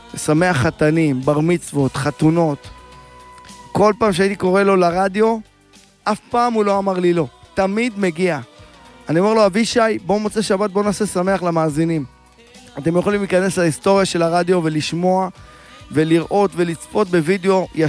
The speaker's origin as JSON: {"language": "Hebrew", "town": "Jerusalem", "region": "Jerusalem District", "country": "Israel", "tie": "born or raised there", "said": "רחוב אדוניהו הכהן, המקום ששם קרתה הטרגדיה, זה המקום שגדלנו"}